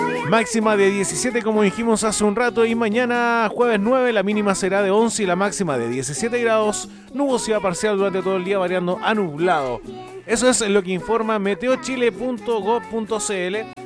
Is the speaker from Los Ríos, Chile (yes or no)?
no; Talca, Maule, Chile; moved away; en mi ciudad natal, en Talca también